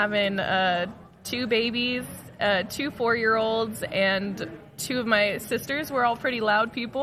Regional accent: Arroyo Grande, California, United States; moved away as an adult; now in Norfolk, Nebraska, United States; So I was on the central coast of California, in Arroyo Grande, California.

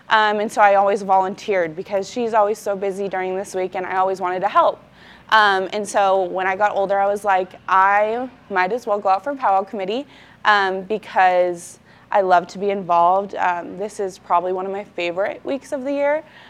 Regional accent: Omaha, Nebraska, United States; I'm from Omaha, Nebraska.

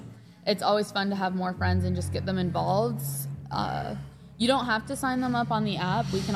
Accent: Norfolk, United States; I'm from Norfolk. I'm going into my senior year of high school.

